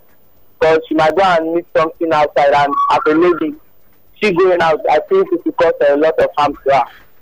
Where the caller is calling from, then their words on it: Ogun, Nigeria; I'm calling from Ogun State.